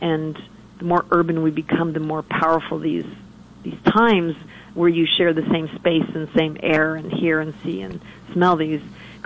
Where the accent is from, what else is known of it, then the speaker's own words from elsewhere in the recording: Miami, Florida, United States; having the luxury like you did of growing up in Miami, I had the Everglades, the Keys, you know, the beach is at my disposal.